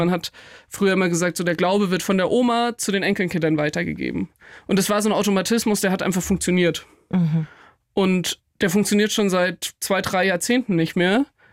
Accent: Nittenau, Bavaria, Germany; Ich meine, ich bin in Nittenau aufgewachsen. Es ist wirklich mitten im Bayerischen Wald, also in der Oberpfalz.

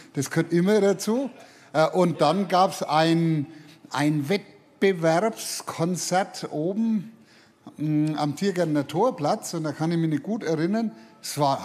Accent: Nuremberg, Bavaria, Germany; vor allen Dingen für mich als Nürnberger, da kam da nur jemand, der hat im Dialekt gesungen

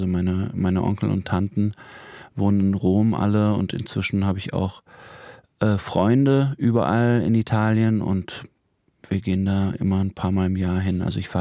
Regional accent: Germany; wir Deutschen

